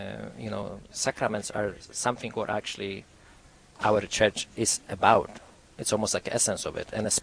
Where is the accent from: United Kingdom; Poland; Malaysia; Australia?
Poland; English is a second language; now in United States; I grew up in Poland, in a Catholic country. When I arrived to the United States, I get to know many separated brothers or Protestants in a way.